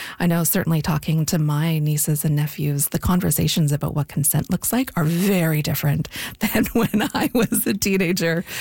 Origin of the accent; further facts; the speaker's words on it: Victoria, British Columbia, Canada; I am a queer, anti-racist feminist. I was born and raised in Victoria. Shout out to my fellow Esquimalt High grads.